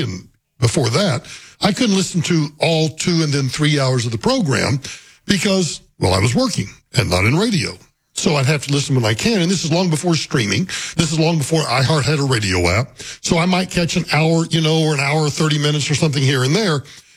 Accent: Oklahoma, United States; now in Denver, United States; Trying to get to my hometown, it's easier just to drive than it is to fly to, I mean, to go to DIA and fly to Liberal, Kansas, and then rent a car and drive down the 40 miles into the Oklahoma Panhandle.

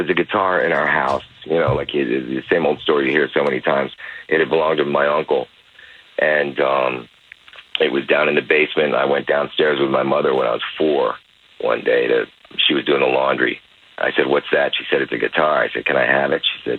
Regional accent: Pennsylvania, United States; moved away; also born or lived in Connecticut; I was living in Connecticut at that point. I grew up in Pennsylvania, but then I was living in Connecticut and had been up there for a few years.

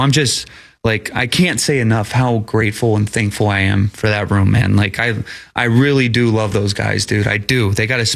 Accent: Midwest, United States; moved away as an adult; Growing up in the Midwest, you don't really know.

